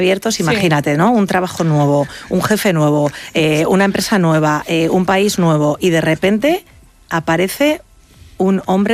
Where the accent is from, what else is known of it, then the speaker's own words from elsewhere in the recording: León, Castile and León, Spain; born there; Toda mi familia es gallega, aunque yo nací en León.